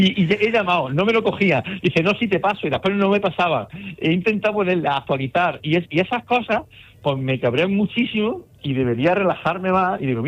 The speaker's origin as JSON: {"language": "Spanish", "town": "Jaén", "region": "Andalusia", "country": "Spain"}